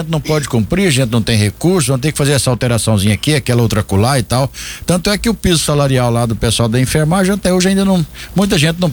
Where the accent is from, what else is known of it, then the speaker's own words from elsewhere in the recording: Brazil; Nós somos brasileiros